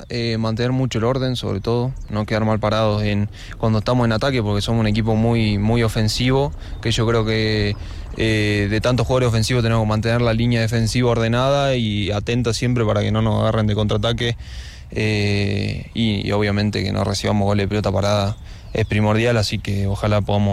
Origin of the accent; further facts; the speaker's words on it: Salta, Argentina; moved away as an adult; now in Quito, Ecuador; Soy de Salta, del norte de Argentina, okay. Que también hay muchas montañas y todo